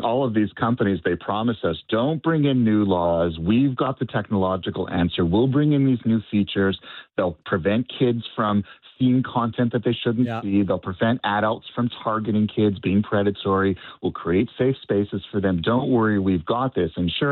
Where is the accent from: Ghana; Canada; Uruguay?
Canada